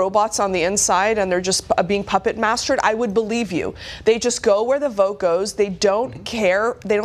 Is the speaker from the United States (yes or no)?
no; Iran; moved away; what they're saying is exactly what took down my home country of Iran that we had to escape from.